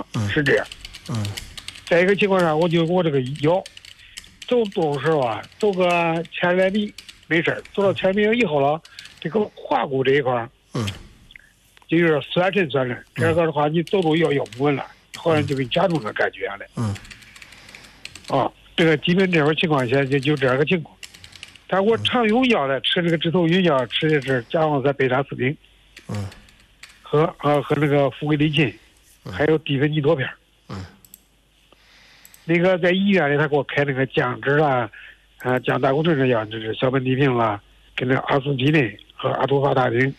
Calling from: Xingtai, Hebei, China; 河北邢台。

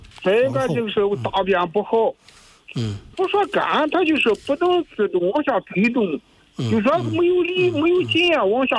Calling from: Jinan, Shandong, China; 我是山东济南的。

